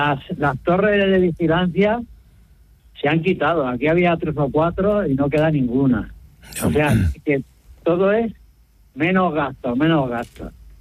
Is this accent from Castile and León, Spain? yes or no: no; Castilla-La Mancha, Spain; Bueno, yo soy de Castilla-La Mancha, uh-huh. Es un pueblo pegado a Albacete